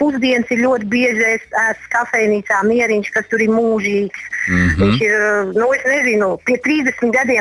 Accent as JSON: {"language": "Latvian", "town": "Sigulda", "region": "Sigulda Municipality", "country": "Latvia", "tie": "born there", "moved": "yes", "lives_now": "Valmiera, Latvia", "said": "Mēs no Siguldas braucām uz Aloju"}